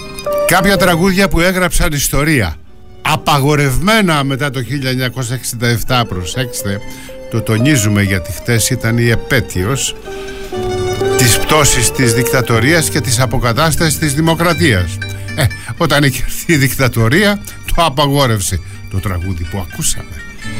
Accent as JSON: {"language": "Greek", "country": "Greece"}